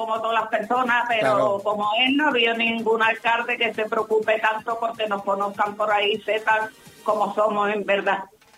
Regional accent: La Línea de la Concepción, Andalusia, Spain; Yo soy fanática de mi línea.

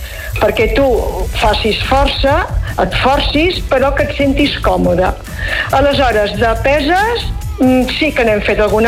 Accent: Barcelona, Catalonia, Spain; soc de Barcelona

